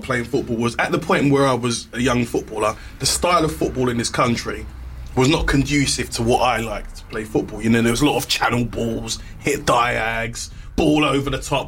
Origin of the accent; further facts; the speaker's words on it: Nigeria; I'm Nigerian